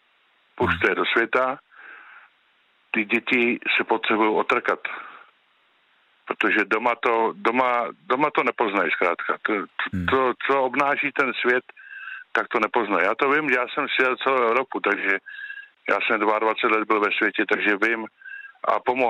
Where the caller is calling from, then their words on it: Sokolov District, Karlovy Vary Region, Czechia; já jsem ze Sokolovska